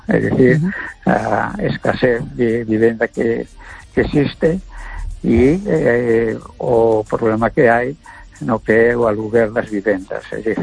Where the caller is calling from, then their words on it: A Coruña, Galicia, Spain; de Coruña.